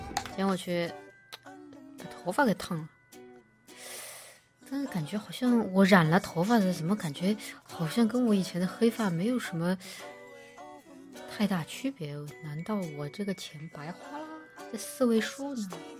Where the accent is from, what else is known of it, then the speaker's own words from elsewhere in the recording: Sichuan-Chongqing, China; 就我家乡川渝地区嘛